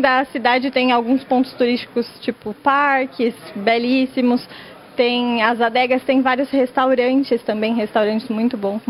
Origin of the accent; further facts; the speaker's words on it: Jundiaí, São Paulo, Brazil; Eu sou de Jundiaí